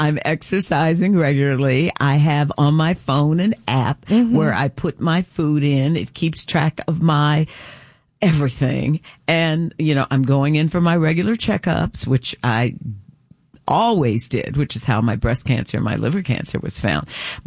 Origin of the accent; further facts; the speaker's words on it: Louisville, Kentucky, United States; I grew up in Smoketown in Louisville, Kentucky.